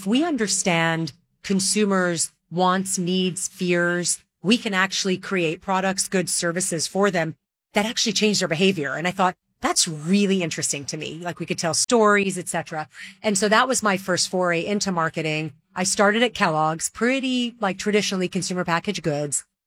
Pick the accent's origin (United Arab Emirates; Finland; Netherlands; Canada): United Arab Emirates; Dubai; now in New York, United States; I'm originally Lebanese. I grew up in the Middle East in Dubai back when nobody really knew what the UAE was. And then my family immigrated to the US. And so now I live in New York with my husband and my daughter.